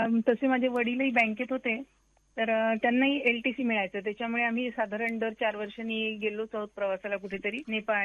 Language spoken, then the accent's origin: Marathi; Nagpur, Maharashtra, India; born there; आम्ही लहानपणी आई बरोबर आजोळी जायचो पुण्याला. त्यावेळेला आम्ही नागपूरलाच राहत होतो.